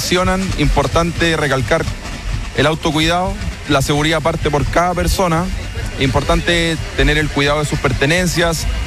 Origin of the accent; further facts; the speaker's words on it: Linares, Maule, Chile; Yo soy de la región del Maule, de la comuna de Linares.